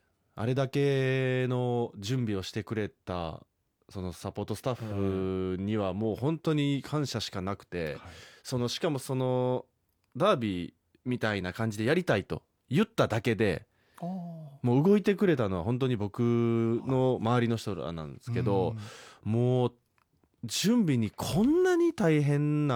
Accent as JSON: {"language": "Japanese", "region": "Osaka", "country": "Japan", "tie": "born or raised there", "said": "大阪で育って"}